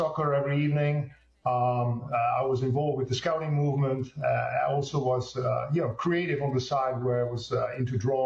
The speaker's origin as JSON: {"language": "English", "region": "eastern Netherlands", "country": "Netherlands", "second_language": "English"}